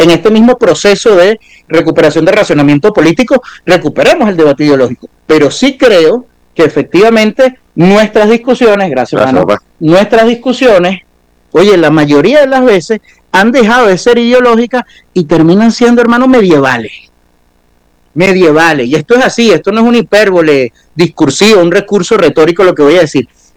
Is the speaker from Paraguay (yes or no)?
no; Venezuela; hoy debemos reconocernos como venezolanos